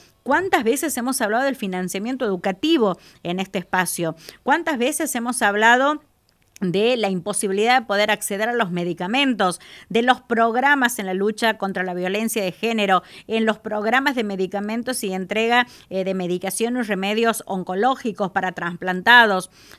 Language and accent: Spanish; Argentina